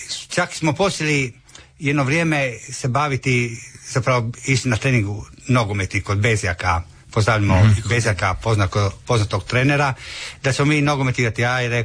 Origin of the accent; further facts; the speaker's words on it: Pula, Istria County, Croatia; born there; 93. smo, pošto smo rođeni u Puli, smo dali zahtjev i imamo mi hrvatsko državljanstvo.